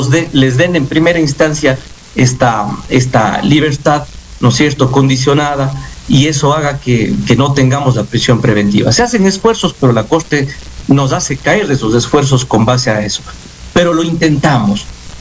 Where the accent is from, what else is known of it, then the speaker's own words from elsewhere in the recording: Ecuador; nosotros como ecuatorianos